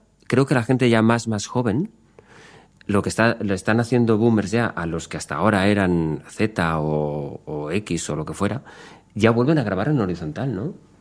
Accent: Valencian Community, Spain; Siendo yo valenciano es una expresión complicada.

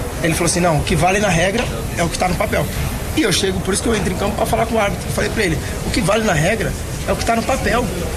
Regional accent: Brazil; Cara, eu sou brasileiro como você também é, né?

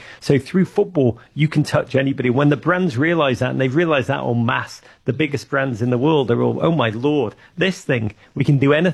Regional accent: Liverpool, North West England, United Kingdom; now in United States; from the perspective of a kid growing up in Liverpool, which was, you know … albums, John Hughes movies, the Chicago Bears Super Bowl winning team. And I came over here

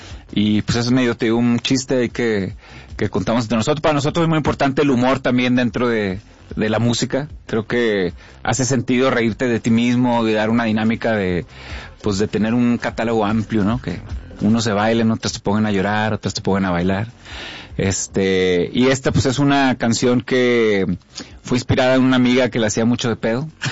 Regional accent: Monterrey, Nuevo León, Mexico; Híjole, pues es Monterrey Centro. Crecí entre las Mitras y luego ya me hice San Petrino.

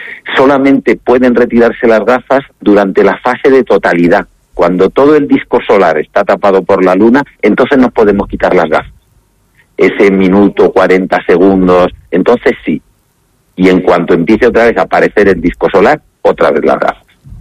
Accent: Madrid, Community of Madrid, Spain; born there; also born or lived in Pedrosa de Río Úrbel; now in Andalusia, Spain; voy allí por raíces familiares, tanto mi padre como mi madre nacieron allí y aunque, bueno, yo ya nací en Madrid

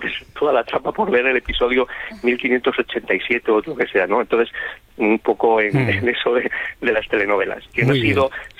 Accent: Castile and León, Spain; now in Alcalá, Spain; estoy en Alcalá, es un culebrón ya en sí, pero yo soy de Torto de Leva, de Burgos, y te mando un saludo de nuestra tierrilla.

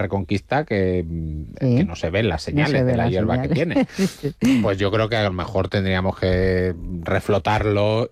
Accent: Vargas, Cantabria, Spain; En mi caso, en mi pueblo, en Vargas, pues no hay policía nacional, claro, era policía local.

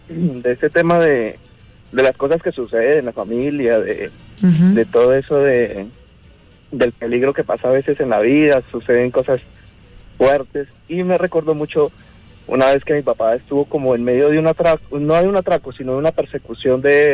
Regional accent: Bucaramanga, Santander, Colombia; mis papás están en Colombia, en Bucaramanga, exactamente, yo soy de Bucaramanga.

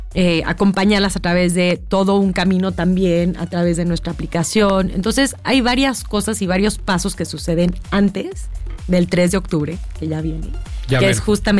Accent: Mexico City, Mexico; pensándolo como chilanga

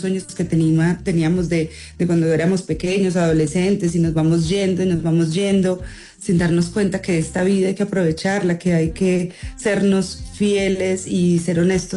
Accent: Colombia; moved away; also born or lived in United States / Mexico; Luego yo me fui de Colombia, entonces también por eso muchas personas uno piensa que la gente no se va a olvidar de uno

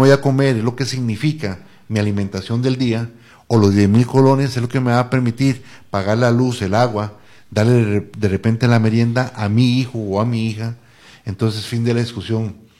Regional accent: Costa Rica; como un costarricense le van a decir, no podés, porque andás con un farol que diga, páguele a la caja, o fuera Chávez, o lo que sea, me impidan participar de una actividad tan costarricense, ¿verdad?, como es el desfile de faroles.

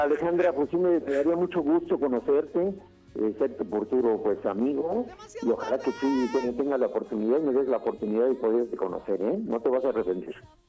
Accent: Puebla, Mexico; Doctor Gabriel Escamilla, que es mi paisano, yo soy de Puebla.

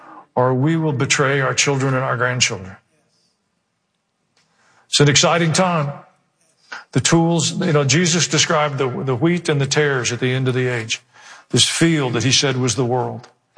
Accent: the South, United States; accent: southern; People can sit anywhere on the planet, but they have access to a cell phone and hear me preach in my southern accent in their language.

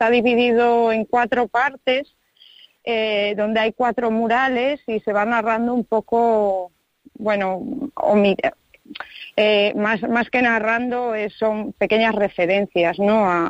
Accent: Galicia, Spain; si somos gallegos de costa, la vamos a tener aquí muy fácil.

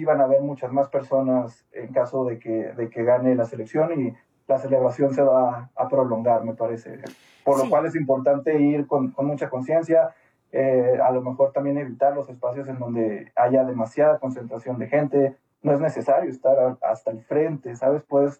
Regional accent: Mexico; creo que como mexicanos nos caracterizamos por expresar estas emociones de maneras creativas.

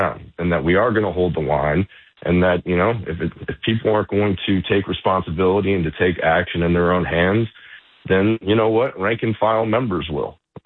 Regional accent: United States; We need to be singing, you know, our national anthem every single morning like I did when I was growing up in the Pledge of Allegiance.

